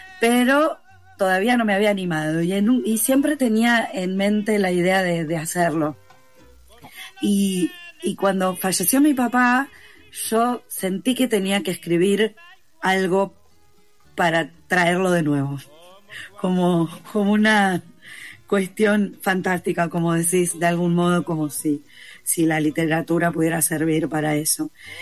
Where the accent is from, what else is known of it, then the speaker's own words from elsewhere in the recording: Lanús, Buenos Aires Province, Argentina; born there; yo soy nacida en Lanús, y cuando yo empecé muy joven, muy chica, a ir a estudiar teatro a la ciudad de Buenos Aires